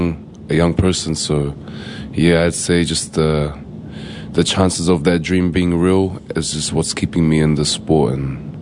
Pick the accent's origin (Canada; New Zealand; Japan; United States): New Zealand; and I grew up here in New Zealand.